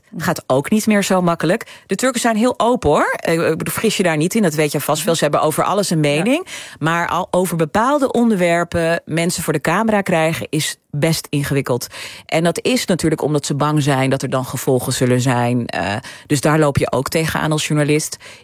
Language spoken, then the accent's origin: Dutch; Netherlands; ik ben natuurlijk geboren en getogen in Nederland. En dan ga ik voor het eerst naar Turkije. Ja, ik ben toch gewoon Nederlands.